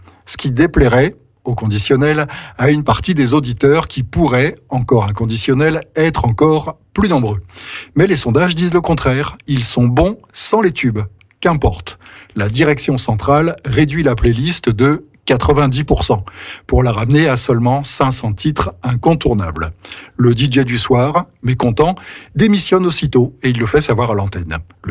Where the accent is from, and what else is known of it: France